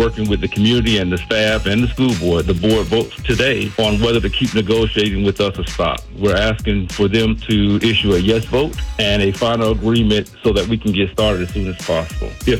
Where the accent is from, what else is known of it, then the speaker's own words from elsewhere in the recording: Fort Lauderdale, Florida, United States; because I grew up in the Sistrunk area